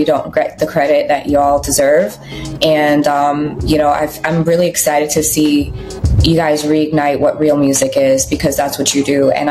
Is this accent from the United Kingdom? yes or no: no; Guyana; now in New York City, United States; I am an immigrant as well, so I'm not American. I'm actually South American. I'm Guyanese.